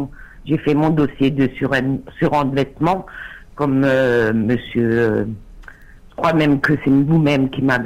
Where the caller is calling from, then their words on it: Bischheim, Grand Est, France; Je suis à Bischheim